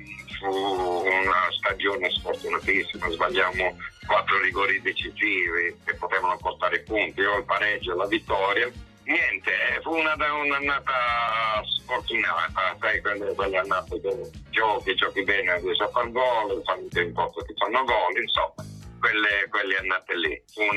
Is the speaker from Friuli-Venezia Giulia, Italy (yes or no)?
no; Bari, Apulia, Italy; Essendo barese, lo stadio tutte le domeniche da novembre in poi